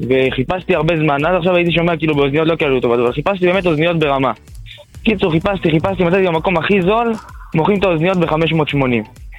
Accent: Bnei Brak, Central District, Israel; אני מבני ברק.

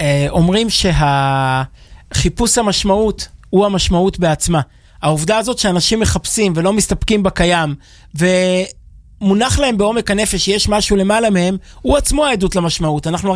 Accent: Kfar Chabad, Central District, Israel; גדלנו בכפר חבד

